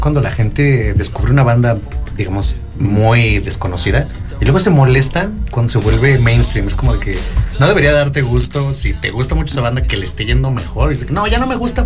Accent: Mexico; No, yo soy mexicano

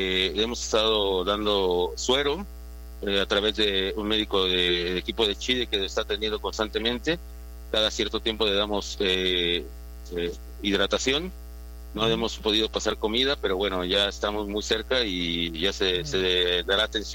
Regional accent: Mexico; Nosotros, como mexicanos, han estado apoyando, están presentes.

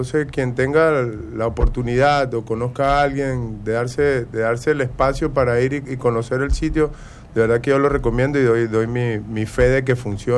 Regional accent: Venezuela; now in Tabasco, Mexico; yo soy de Venezuela y por circunstancias de la vida terminé aquí en Tabasco

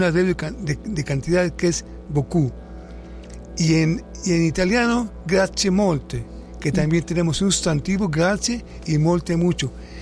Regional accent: Mexico; also born or lived in Canada; Soy canadiense y soy mexicano, y estuve en Canadá un buen tiempo.

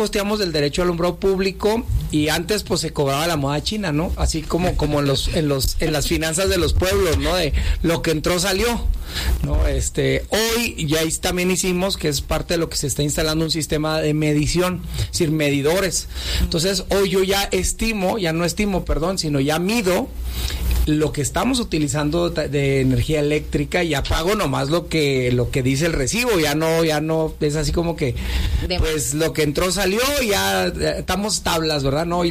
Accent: Mexico

